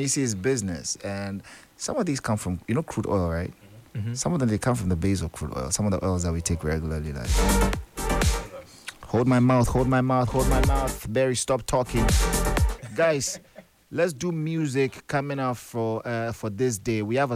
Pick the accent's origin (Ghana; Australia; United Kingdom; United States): Ghana; Volta; When the new type of oils came to Ghana, because I come from the Volta region, you can do Yevunomi.